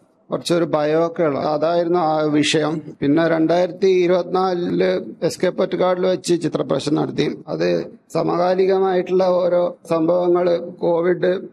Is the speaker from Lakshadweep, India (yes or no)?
yes; Lakshadweep, India; also born or lived in Kozhikode, India; ഞാൻ ലക്ഷദ്വീപിലാണ് വളർന്നത്. അച്ഛൻ അവിടെ PWD ജോലി ചെയ്തത്.